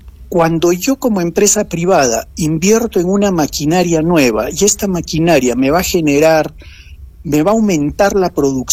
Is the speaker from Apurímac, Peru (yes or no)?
no; Arequipa, Peru; Yo como arequipeño y como todos los que vivimos aquí